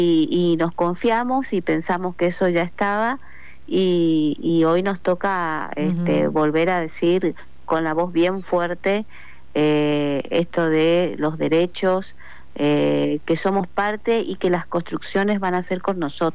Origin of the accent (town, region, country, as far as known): Oberá, Misiones, Argentina